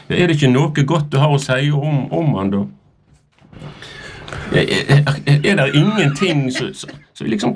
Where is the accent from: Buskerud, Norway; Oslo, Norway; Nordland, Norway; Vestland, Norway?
Vestland, Norway; Bergen; born there; Jeg er født i Bergen.